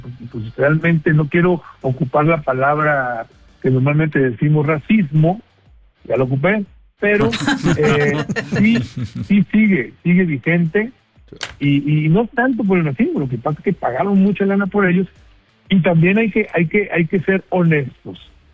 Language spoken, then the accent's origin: Spanish; Mexico